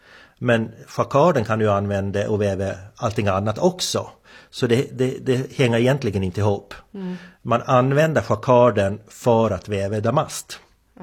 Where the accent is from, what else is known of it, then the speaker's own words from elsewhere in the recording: Hemse, Gotland, Sweden; Så var jag hos en man som i Hemse där jag växte upp.